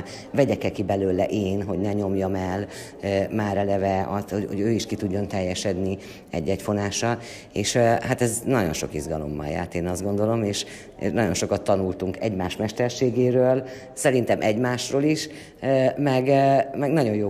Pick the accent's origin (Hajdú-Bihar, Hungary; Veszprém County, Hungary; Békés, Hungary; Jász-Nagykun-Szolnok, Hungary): Jász-Nagykun-Szolnok, Hungary; Kisújszállás; Onnan jövünk, Kisújszállásról jövünk, ott élünk mind a ketten.